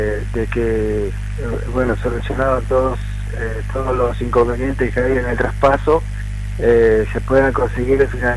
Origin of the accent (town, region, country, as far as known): Argentina